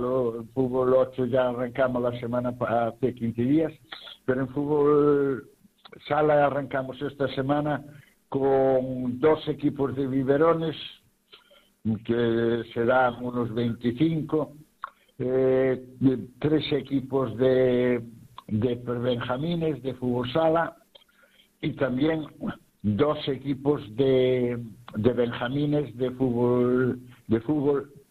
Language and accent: Spanish; Redondela, Galicia, Spain; Y yo también, como soy un amante de mi pueblo y sabes que Redondela, hay muchas actividades lúdicas y de cultura y de todo eso.